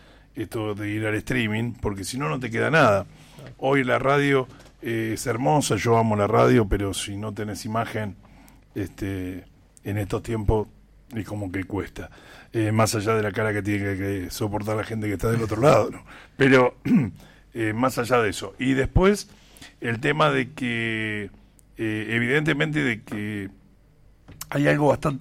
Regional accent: Berazategui, Buenos Aires Province, Argentina; somos todos de Berazategui.

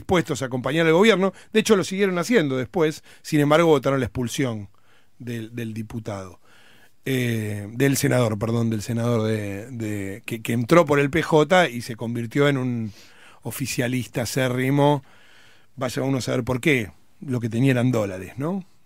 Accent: Argentina

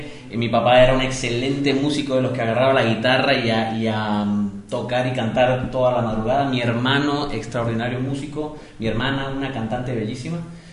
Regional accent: Venezuela; accent: Venezuelan; moved away as an adult; now in Argentina; como podrán escuchar por mi acento, soy venezolano.

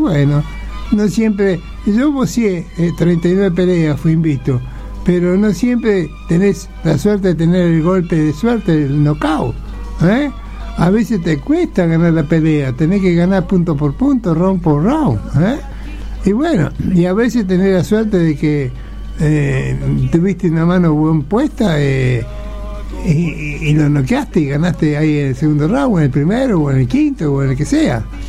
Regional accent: Argentina; Somos todos argentinos

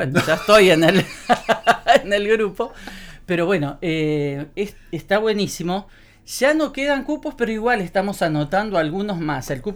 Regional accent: Viale, Entre Ríos, Argentina; Soy de Viale

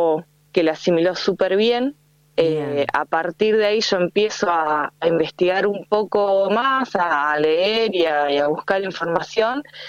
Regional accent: Río Colorado, Río Negro, Argentina; also born or lived in General Roca; nosotros somos de Río Colorado, estamos ubicados en Colonia Juliá y Echarren, tenemos una chacra de 7 hectáreas, en la cual se practicaba fruticultura por mis abuelos.

